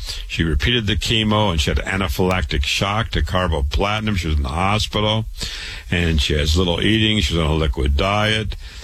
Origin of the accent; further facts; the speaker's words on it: Waterloo, Iowa, United States; I was born and raised in Waterloo, Iowa.